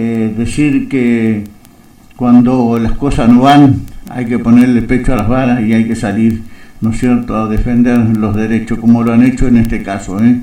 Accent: Patagonia, Argentina; los encuentros tradicionalistas que siempre tenemos en nuestra Patagonia

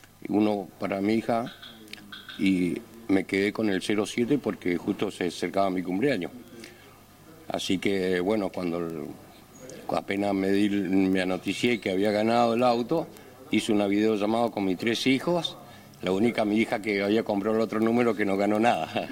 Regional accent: Río Grande, Tierra del Fuego, Argentina; born there; now in El Calafate, Argentina; Yo soy nacido en Tierra del Fuego, en Río Grande, pero vivo hace 25 años en el Calafate.

